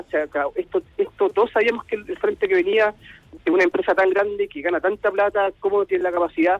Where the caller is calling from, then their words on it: Limache, Valparaíso, Chile; Te llamo de San Alfonso, del sector de Limache.